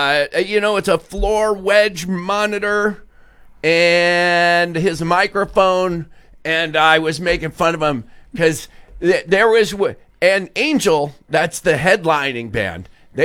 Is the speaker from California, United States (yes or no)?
no; Traverse City, Michigan, United States; as soon as I mentioned I was from Traverse City